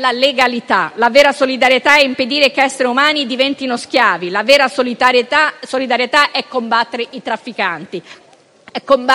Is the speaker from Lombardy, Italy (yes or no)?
no; Trentino-Alto Adige, Italy; nella mia terra, in Trentino Alto Adige